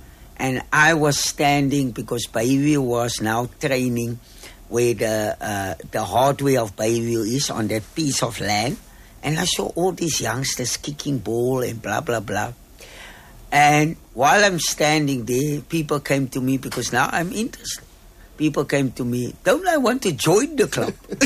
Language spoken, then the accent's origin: English; Atlantis, Western Cape, South Africa; I grew up in Atlantis.